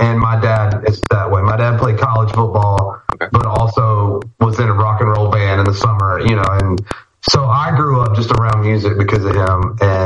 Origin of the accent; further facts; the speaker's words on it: North Carolina, United States; I grew up in North Carolina, and my dad's a pastor